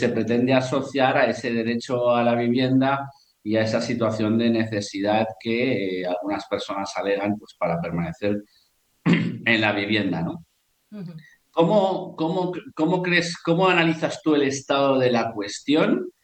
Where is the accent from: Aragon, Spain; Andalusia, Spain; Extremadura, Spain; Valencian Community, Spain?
Valencian Community, Spain; yo también soy valenciano.